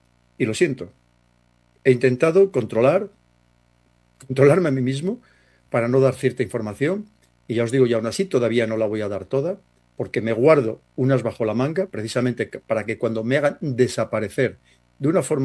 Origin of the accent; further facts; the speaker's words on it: Castile and León, Spain; como cazurro que soy, de donde vengo